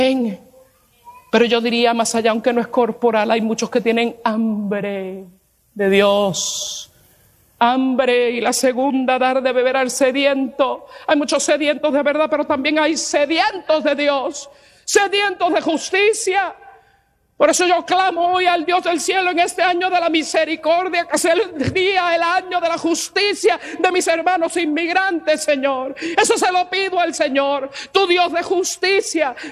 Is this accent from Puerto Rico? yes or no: yes; Puerto Rico; born there; Nací ciudadana americana, nací en Puerto Rico, donde es territorio americano, y tuve que agarrar mis maletas solamente y llegar aquí el día que decidí comprar el tiquete y llegar.